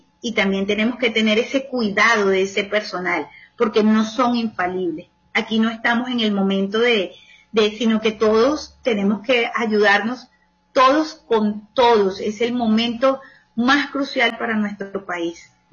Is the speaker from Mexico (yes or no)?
no; Venezuela; soy venezolana